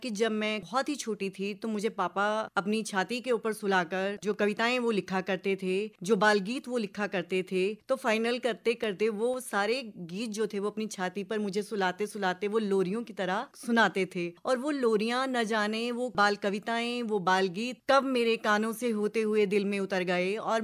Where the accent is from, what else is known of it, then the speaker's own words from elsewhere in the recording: Guler, Himachal Pradesh, India; now in Dharamshala, India; हमारा गाँव गुलेर था और पिताजी यहाँ पर राजकीय महाविद्यालय धर्मशाला में नौकरी करते थे। तो फिर हम सब गुलेर से यहाँ पर शिफ्ट हो गए, लेकिन गांव हमसे कभी छूटा नहीं। गांव में आज भी हमारी रूह बसती है।